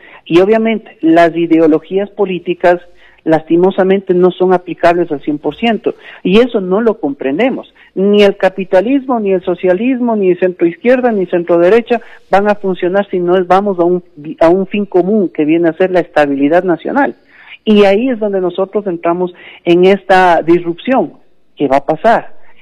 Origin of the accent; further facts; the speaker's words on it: Ecuador; nosotros como ecuatorianos